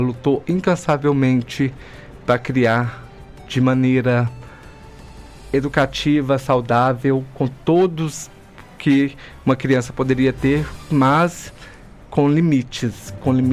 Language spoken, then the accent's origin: Portuguese; Pompéu, Minas Gerais, Brazil; quando a gente se descobre no interior, numa cidade tão conservadora como Pompéu, quando você está se transitando para o lado trans, e quando eu saí do … não foi fácil